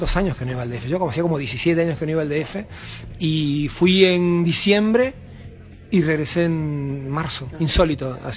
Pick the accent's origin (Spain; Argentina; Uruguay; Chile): Uruguay; nos preguntábamos si éramos uruguayos, porque nos habíamos venido hablando todo el año como mexicanos